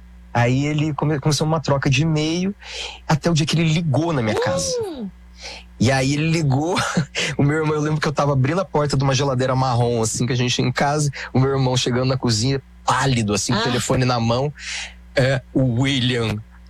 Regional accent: Paraná, Brazil; Você sabe que eu sou do Paraná, né? Família, na minha cabeça, assim, metade da família ali … italianos, misturados com espanhóis e alemães, que daí é … tal. E aí, outro lado … é sírio-libanês.

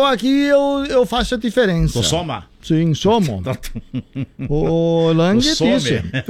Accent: São Miguel do Oeste, Santa Catarina, Brazil; also born or lived in Itapiranga; Então eu me criei em São Miguel, mas eu nasci em Itapiranga.

